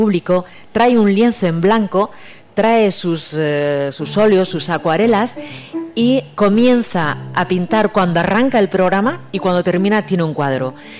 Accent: Madrid, Community of Madrid, Spain; born there; incluso los que somos nacidos en Madrid

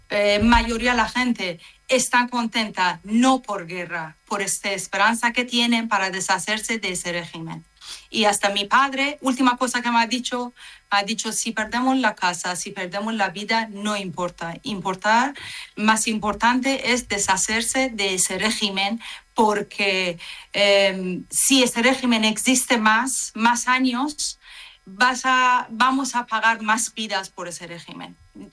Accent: Iran; Spanish is a second language; now in Málaga, Spain; Ah, mis padres, yo vivía en capital, pero ahora mis padres viven en norte de Irán, que es más seguro en todo el país.

